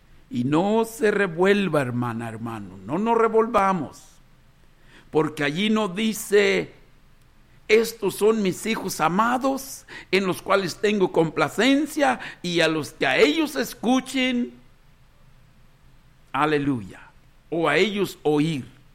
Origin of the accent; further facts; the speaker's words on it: Mexico; born there; moved away; yo vengo de Ranchito Rincón de Alonso y allí había ranchitos alrededor.